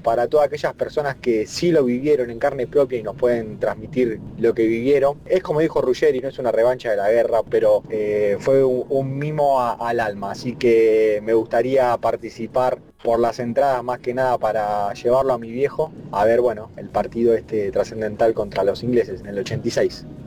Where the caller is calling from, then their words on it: San Martín, Argentina; de San Martín.